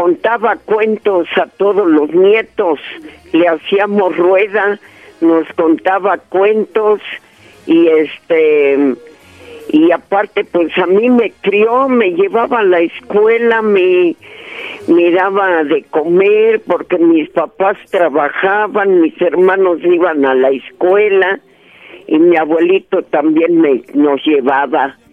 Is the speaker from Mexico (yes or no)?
yes; Tampico, Tamaulipas, Mexico; Tenía un puesto de fruta con chile ahí en Tampico. Somos de Tampico.